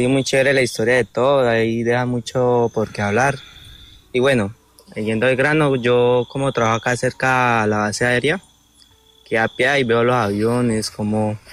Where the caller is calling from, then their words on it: Villavicencio, Meta, Colombia; desde la ciudad de Villavicencio.